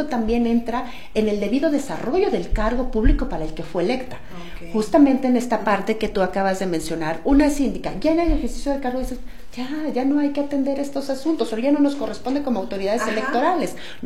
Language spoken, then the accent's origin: Spanish; Mexico